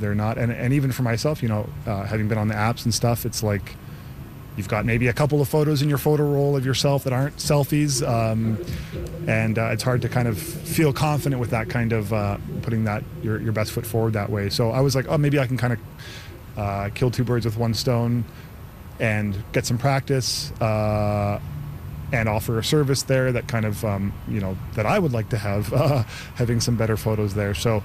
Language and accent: English; Victoria, British Columbia, Canada; I mean, I grew up here in Victoria, so I've kind of seen a lot of this before.